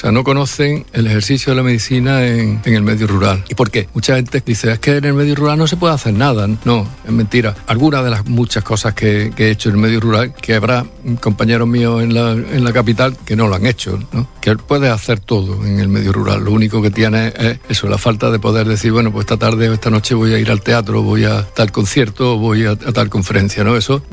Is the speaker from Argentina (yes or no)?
no; Adamuz, Andalusia, Spain; orgullosísimo de mi pueblo